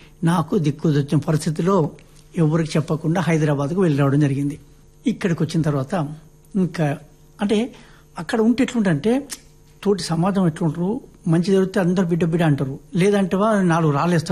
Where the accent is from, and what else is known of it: Shahrajipet, Telangana, India; born or raised there